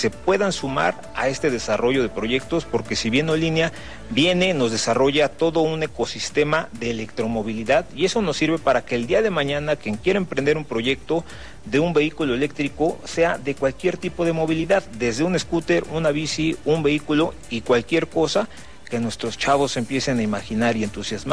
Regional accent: Mexico; todas las necesidades que nosotros tenemos como mexicanos.

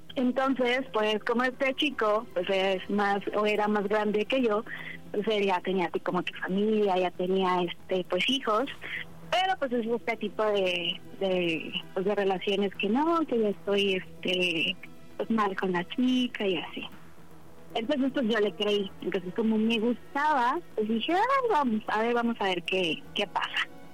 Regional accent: Mexico City, Mexico; Tengo 27 años, de la Ciudad de México.

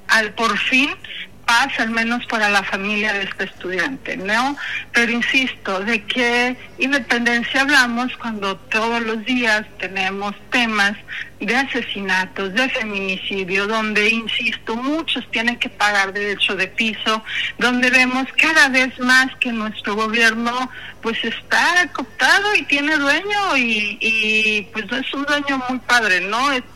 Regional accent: Mexico

